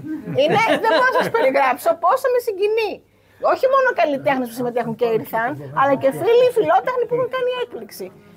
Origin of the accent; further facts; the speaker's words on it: Skiathos, Thessaly, Greece; Επειδή πρόσφατα γύρισα τώρα από τη Σκιάθο και είμαι από τη Σκιάθο, ήμουν στα Γιάννενα.